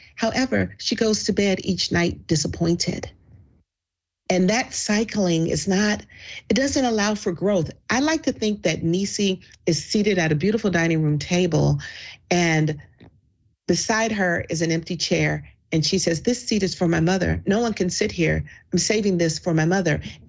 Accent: the South, United States; As a Southerner, everyone's always saying, oh, Southern families are such great storytellers.

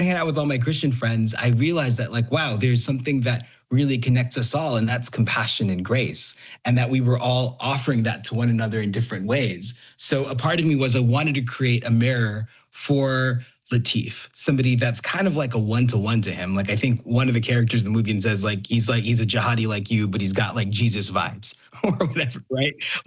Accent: Houston, Texas, United States; I think growing up in Houston, something that I saw was a lot of people would be religious

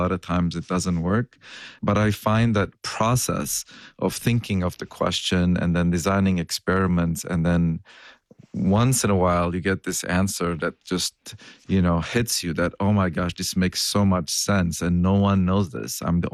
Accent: Lebanon; I'm an immigrant from Lebanon of Armenian origin

